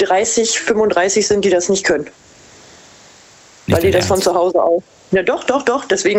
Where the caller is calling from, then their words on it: Gladbeck, North Rhine-Westphalia, Germany; Aus Gladbeck.